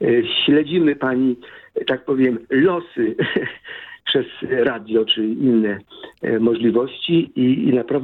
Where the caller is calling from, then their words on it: Switzerland; mieszkam w Szwajcarii